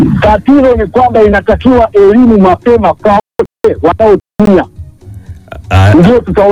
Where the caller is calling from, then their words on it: Kyerwa District, Kagera, Tanzania; natoka Ilai ya Kierwa, kijiji cha Tumsi, kitongoji cha Banga A, pakana Uganda huko na Rwanda.